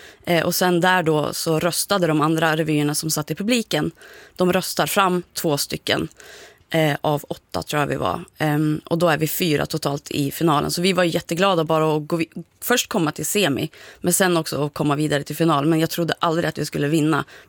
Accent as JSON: {"language": "Swedish", "town": "Ljusdal", "region": "Gävleborg County", "country": "Sweden", "said": "kommunpolitiken i Ljusdal då specifikt där vi kommer från."}